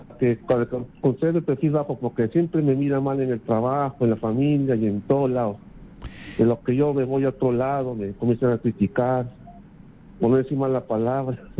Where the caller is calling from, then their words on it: Lima, Peru; de San Juan de Miraflores.